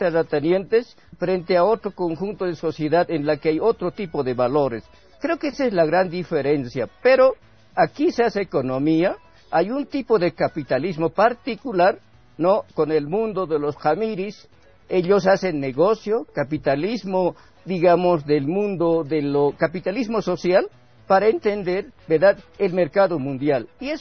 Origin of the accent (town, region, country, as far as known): Bolivia